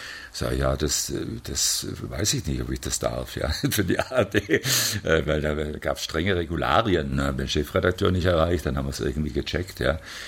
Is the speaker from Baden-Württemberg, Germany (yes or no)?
yes; Stuttgart, Baden-Württemberg, Germany; ich bin Stuttgarter